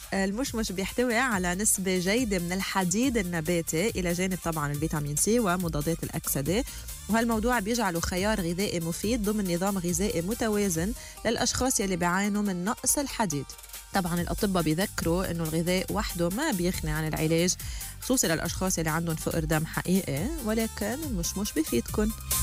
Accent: Lebanon; بعتقد نحنا كلبنانيين بحاجة لإجازة 6 شهور مرتين بالسنة.

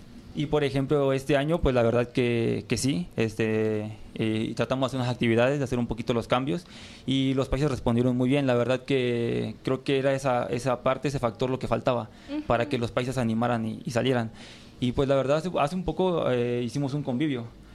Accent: González, Tamaulipas, Mexico; moved away; Y yo vengo de González, de la parte sur, pegada a la Huasteca, que es por Ciudad Valles, hora y media de Tampico, más o menos.

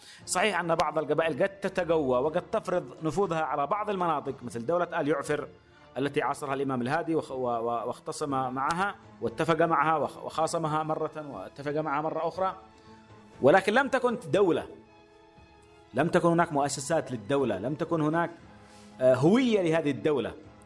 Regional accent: Yemen; علينا كيمنيين

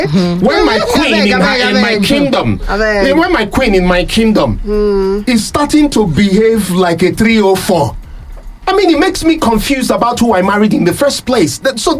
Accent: Nigeria; I'm African, first of all, and followed by that, I'm Nigerian.

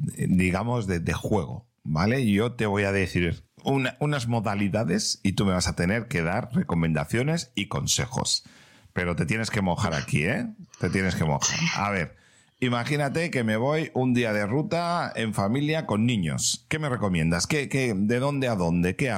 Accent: Valencia, Valencian Community, Spain; Yo soy de Valencia

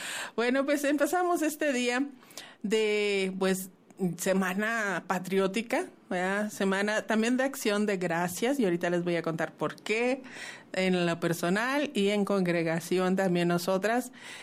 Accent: Mexico; Nosotros como mexicanos ordinariamente lo celebramos en mayo

